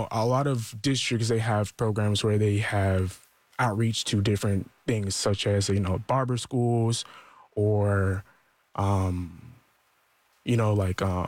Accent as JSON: {"language": "English", "town": "Fort Worth", "region": "Texas", "country": "United States", "moved": "as an adult", "lives_now": "Houston, United States", "said": "I'm from Fort Worth, Texas originally."}